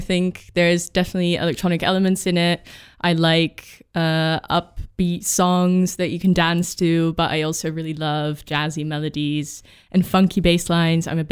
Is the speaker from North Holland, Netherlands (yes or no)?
yes; Amsterdam, North Holland, Netherlands; now in London, United Kingdom; Yes, I live in London, but I am from Amsterdam, so I'm Dutch.